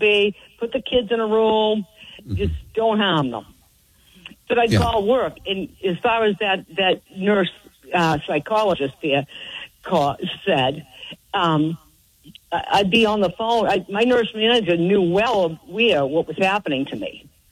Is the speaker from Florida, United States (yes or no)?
no; Boston, Massachusetts, United States; I grew up in Boston, so I pretty much had no shame.